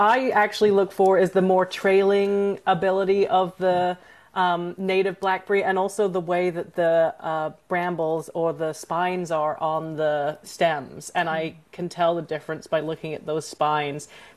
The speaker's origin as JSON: {"language": "English", "region": "England", "country": "United Kingdom", "tie": "born or raised there", "moved": "yes", "lives_now": "Northern California, United States", "said": "But I grew up in England"}